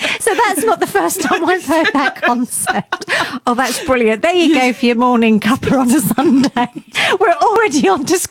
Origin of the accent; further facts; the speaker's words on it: South West England, United Kingdom; now in New Zealand; So I'm from right down in the southwest, but it's that same kind of country vibe.